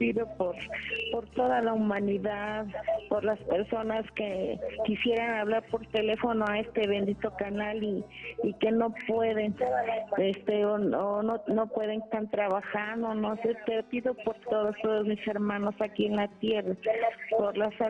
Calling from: Mexico City, Mexico; De aquí de la Ciudad de México.

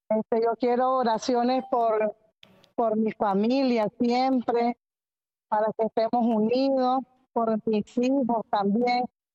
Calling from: Matagalpa, Nicaragua; De Matagalpa, Nicaragua.

